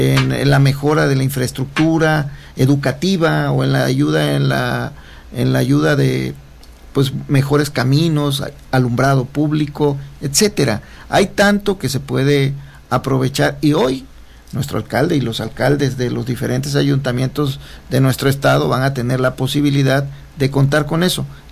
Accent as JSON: {"language": "Spanish", "town": "Coatzacoalcos", "region": "Veracruz", "country": "Mexico", "tie": "born or raised there", "said": "el ayuntamiento de Coatzacoalcos, de donde yo soy nativo"}